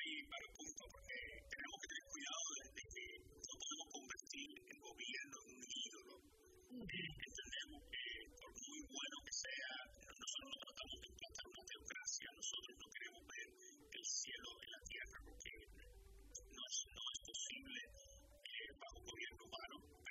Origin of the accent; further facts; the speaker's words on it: Cuba; now in United States; yo digo, soy cubano